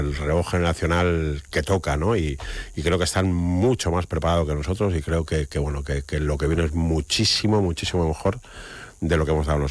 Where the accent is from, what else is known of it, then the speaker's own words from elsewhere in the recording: Toledo, Castilla-La Mancha, Spain; celebrar mis aniversarios en mi ciudad, soy muy toledano